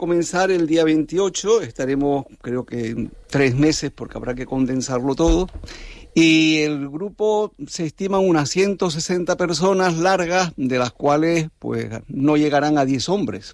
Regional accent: Tenerife, Canary Islands, Spain; born there; now in Las Palmas, Spain; yo soy isletero, bueno, todavía no soy isletero adoptivo siquiera, ¿no? Porque dicen que nací en Tenerife y me quedan unos cuantos años por delante.

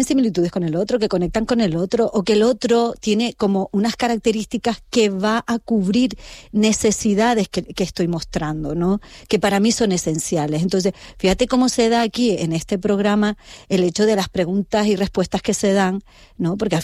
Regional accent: Canary Islands, Spain

